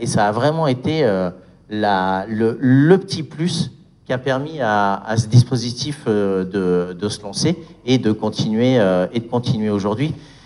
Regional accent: Grenoble, Auvergne-Rhône-Alpes, France; On a lancé Cohabiton parce que moi, je viens de Grenoble.

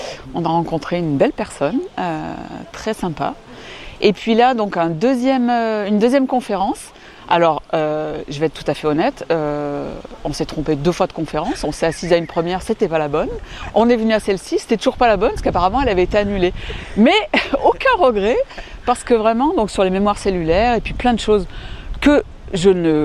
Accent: Auvergne-Rhône-Alpes, France

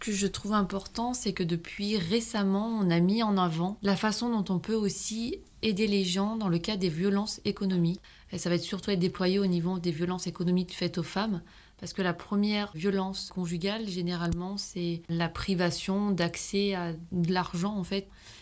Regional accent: Montélimar, Auvergne-Rhône-Alpes, France; je suis originaire de Montélimar, mais ma famille est ardéchoise, donc j'ai un petit attachement pour l'Ardèche. Je ne suis pas très loin

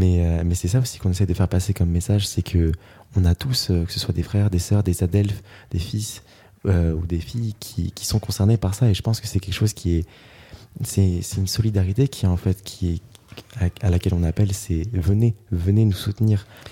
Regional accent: France; certes on est français, on est fiers de l'être

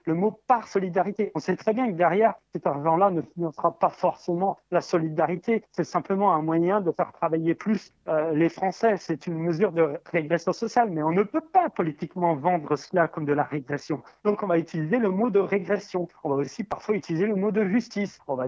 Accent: Bourgogne-Franche-Comté, France; now in Île-de-France, France; ma région natale, à cette belle terre bressane qui m'accueille encore quand je reviens d'Île-de-France plusieurs fois dans l'année.

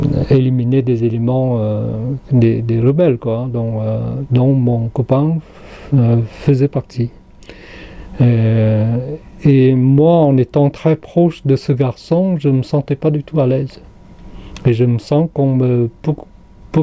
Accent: Cambodia; now in France; C'est que j'ai quitté le Cambodge comme sur quelque chose que je ne maîtrisais pas du tout. Et même en arrivant en France, au bout de 3 ans, j'ai fait des cauchemars presque tous les soirs.

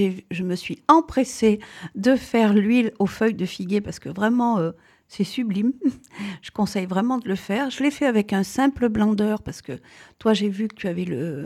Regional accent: Auvergne-Rhône-Alpes, France; born there; moi, je suis née dans la Drôme des Collines, hein, je connais bien la flore de cette région.

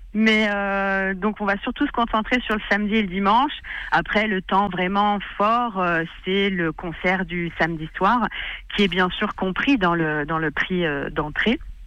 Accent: Saint-Maximin, Auvergne-Rhône-Alpes, France; moi je suis née à Saint-Maximin, donc j'ai le Fort Barreau juste en face de chez moi. Depuis que je suis petite

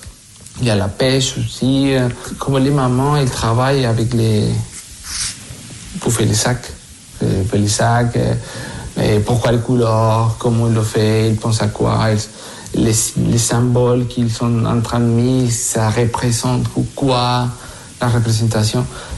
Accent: Bogotá, Colombia; French is a second language; moved away as an adult; also born or lived in Valencia, Spain; now in Creuse, France; je suis en Bogota

